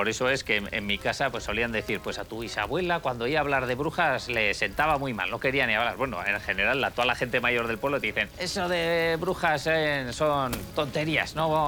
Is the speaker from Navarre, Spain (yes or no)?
yes; Vidangoz, Navarre, Spain; Yo soy un brujo de Vidangoz, porque a los de Vidangoz nos llaman brujos de apodo.